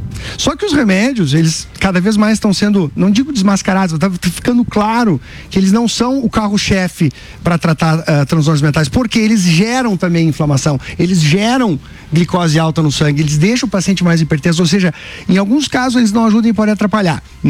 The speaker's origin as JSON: {"language": "Portuguese", "region": "Rio Grande do Sul", "country": "Brazil", "said": "Sou gaúcho."}